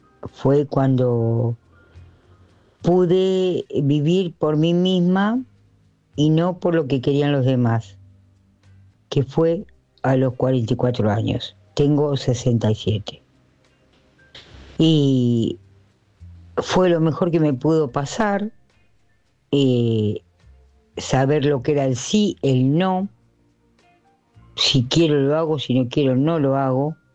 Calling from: Wilde, Buenos Aires Province, Argentina; de Wilde.

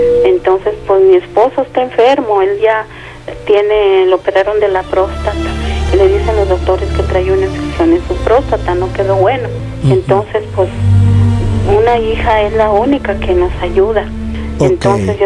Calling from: Mesa Colorada, Jalisco, Mexico; Le llamo de aquí, de la Mesa Colorada.

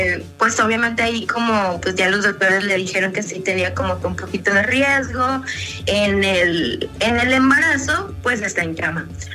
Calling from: Nuevo León, Mexico; En Nuevo León

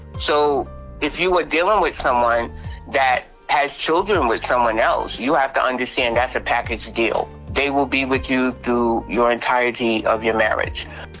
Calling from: Harlem, New York, United States; from Harlem.

